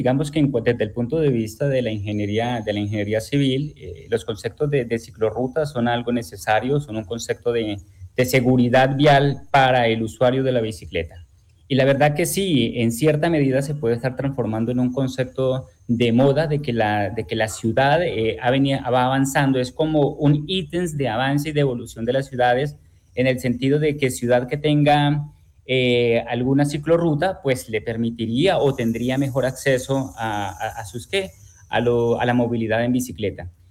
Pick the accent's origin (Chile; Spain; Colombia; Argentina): Colombia; nosotros como colombianos